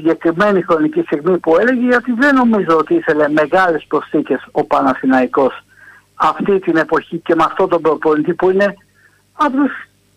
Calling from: Chaidari, Attica, Greece; από το Χαϊδάρι.

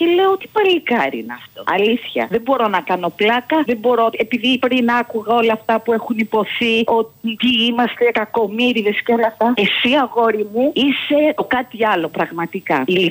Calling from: Glyfada, Attica, Greece; από Γλυφάδα.

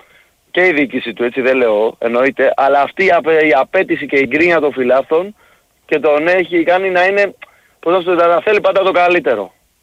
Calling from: Korydallos, Attica, Greece; Παναϊκός είμαι εγώ, από Κορδάλο.

